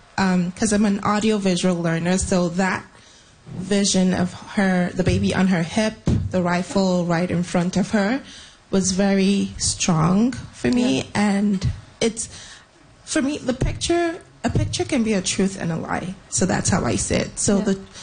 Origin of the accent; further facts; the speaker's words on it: Nigeria; And for me, I come from a line of black women. I'm a Nigerian woman.